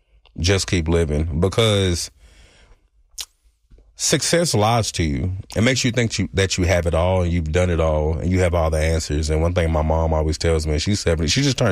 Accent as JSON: {"language": "English", "town": "Dallas", "region": "Texas", "country": "United States", "said": "I am from Dallas, Texas. I'm from Oak Cliff."}